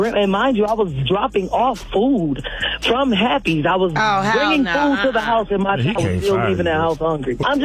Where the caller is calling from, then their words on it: Detroit, Michigan, United States; I'm calling from Northside, Detroit.